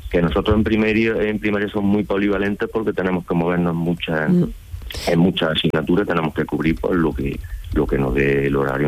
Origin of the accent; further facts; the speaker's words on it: Hinojosa del Duque, Andalusia, Spain; y luego ya por concurso de traslado, pues yo me vine para aquí, para mi tierra, para la Pedroche.